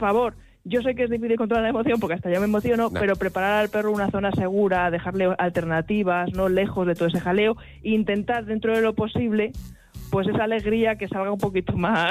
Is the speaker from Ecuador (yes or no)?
no; Spain; como has dicho, somos españoles y nos gusta ganar.